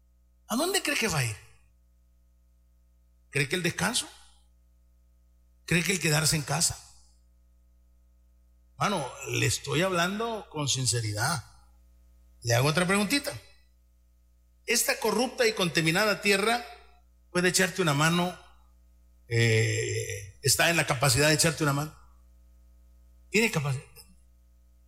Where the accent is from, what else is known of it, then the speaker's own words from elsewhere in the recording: El Salvador; nosotros como El Salvador